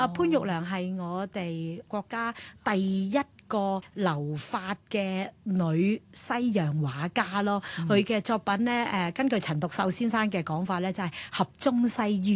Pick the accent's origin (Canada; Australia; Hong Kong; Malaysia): Hong Kong; 我哋香港人又好